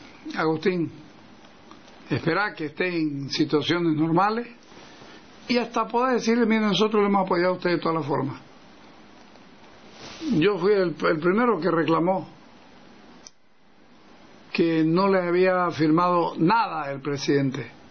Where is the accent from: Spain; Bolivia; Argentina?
Bolivia; Santa Cruz; como no pienso dejar de ser boliviano, pues no me estorba hacerlo, soy muy cruceño, soy 10 veces más cruceño que boliviano